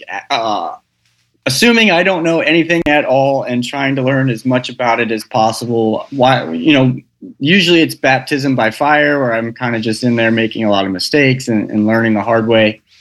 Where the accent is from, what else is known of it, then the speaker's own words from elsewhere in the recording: Texas, United States; moved away; I'm from Texas originally, and you know, I'll go back to visit my parents